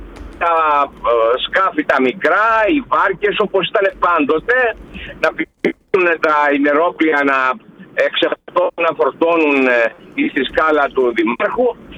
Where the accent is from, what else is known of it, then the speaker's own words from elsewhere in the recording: Corfu, Ionian Islands, Greece; εγώ ως Κερκυραίος